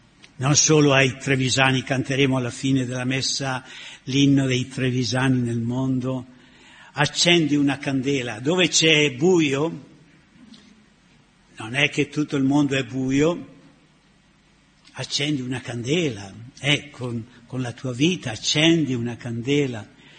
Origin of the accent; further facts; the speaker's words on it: Capo di Ponte, Lombardy, Italy; io vengo da un paese che si chiama Capo di Ponte, scusate, devo fare riferimento ogni morte di Papa al mio paese capo di ponte, perché è stato costruito all'inizio di un ponte.